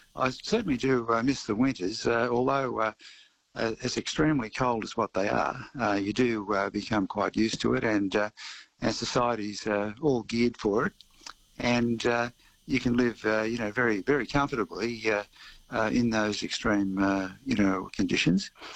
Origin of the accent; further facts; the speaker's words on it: Australia; born there; moved away as an adult; also born or lived in New Brunswick, Canada; I was born in Australia, but I migrated to Canada when I was about 25 and lived in New Brunswick in the Far East. On a dairy farm.